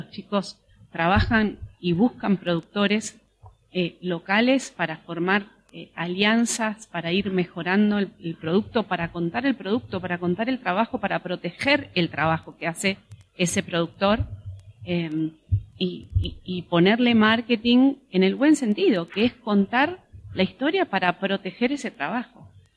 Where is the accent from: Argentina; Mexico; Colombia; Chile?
Argentina; Mendoza; yo soy muy fan de Mendoza y arraigada de Mendoza